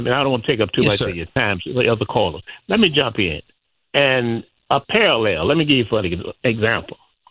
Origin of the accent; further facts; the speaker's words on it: Chicago, Illinois, United States; I'm 81 years old. You and me come out of the same community. I grew up in Chicago. I graduated from Wendell Phillips, went to what was then Wilson College